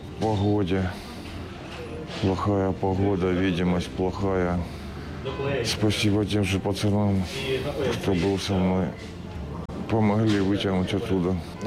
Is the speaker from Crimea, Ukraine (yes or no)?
no; Chasiv Yar, Donetsk Oblast, Ukraine; moved away as an adult; Родом з Часов'яра